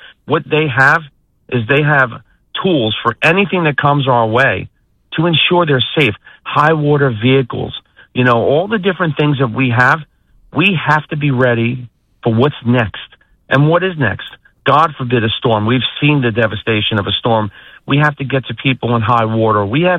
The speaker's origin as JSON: {"language": "English", "region": "New York", "country": "United States", "tie": "born or raised there", "moved": "yes", "lives_now": "Lee County, Florida, United States", "said": "my hometown in New York"}